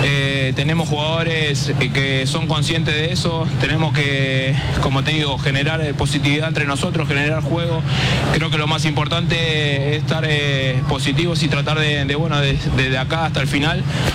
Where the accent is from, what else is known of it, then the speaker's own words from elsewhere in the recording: Argentina; como argentinos sabemos lo que es Leo para nosotros, es nuestra bandera